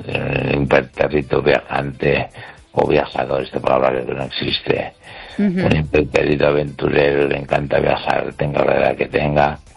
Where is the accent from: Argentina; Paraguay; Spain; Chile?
Spain; Catalonia; Spanish is a second language; Y ahora soy escritor español, catalán en expresiones española.